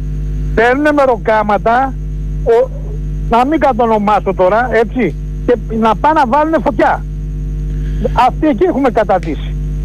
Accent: Aigio, Western Greece, Greece; από το Αίγιο.

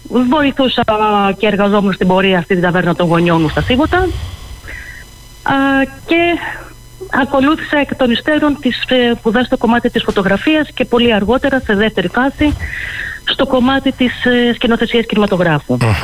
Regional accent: Greece; Στα μέρη μας, όταν λέω μέρη μας εννοώ Απολωνίων γενικότερα

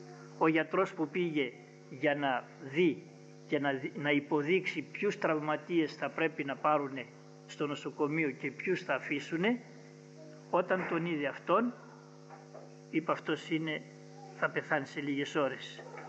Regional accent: Volos, Thessaly, Greece; born there; Όταν ήμουν μικρός νεαρός μάλλον, στο Βόλο

